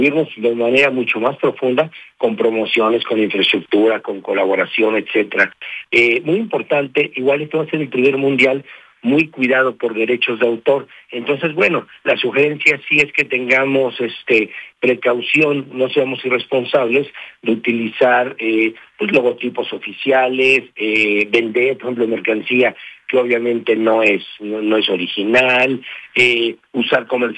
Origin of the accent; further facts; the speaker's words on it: Mexico